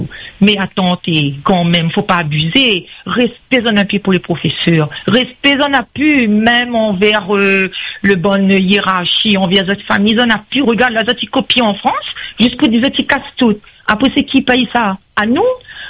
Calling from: Saint-Denis, Réunion; j'appelle de Saint-Denis.

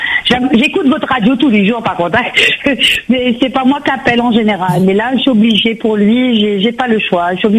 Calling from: Saint-Denis, Réunion; j'habite sur Sainte-Clotilde

